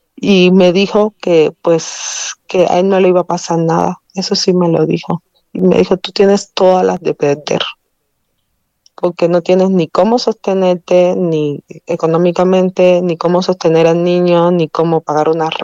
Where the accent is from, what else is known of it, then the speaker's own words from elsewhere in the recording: Cuba; moved away as an adult; now in Mexico; Soy de origen cubano. Uh-huh. Llegué aquí en el año 2017 con beca CONACYT para la maestría de energía en la UNAM.